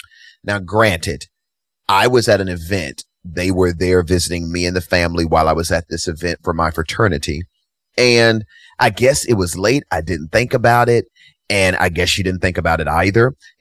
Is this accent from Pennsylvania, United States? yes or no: no; Kentucky, United States; I'm a Southern guy, born and raised in Kentucky. That's just how I am.